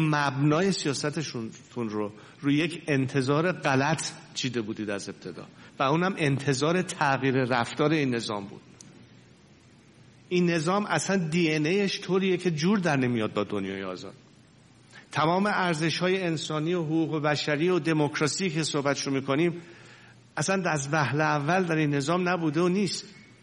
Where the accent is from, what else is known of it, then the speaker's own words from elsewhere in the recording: Iran; moved away; من به عنوان یک ایرانی